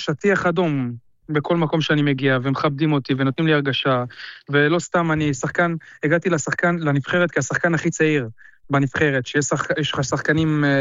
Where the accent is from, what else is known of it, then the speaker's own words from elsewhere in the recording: Haifa, Haifa District, Israel; אני גדלתי בישראל, אני בחיפה, אני לא ידעתי מרומניה, בחיים גם לא הייתי ברומניה לפני